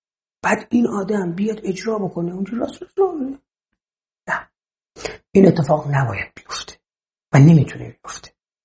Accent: Gilan, Iran; خب بچه گیلانم

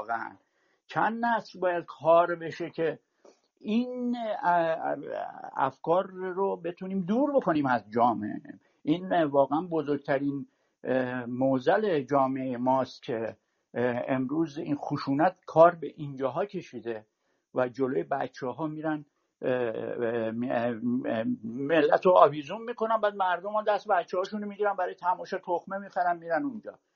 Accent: Iran; moved away; من الان 37 ساله که خارج از ایرانم، یعنی یه چند سالی بوده، 3-4 سالی بود که انقلاب شده بود اومدیم این

